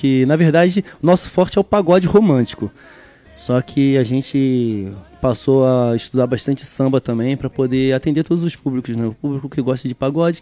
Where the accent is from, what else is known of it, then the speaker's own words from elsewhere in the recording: Cabo Frio, Rio de Janeiro, Brazil; Nascido e criado aqui em Cabo Frio.